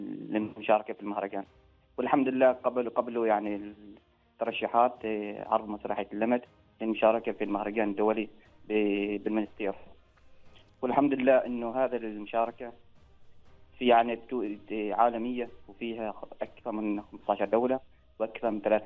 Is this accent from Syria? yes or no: no; Oman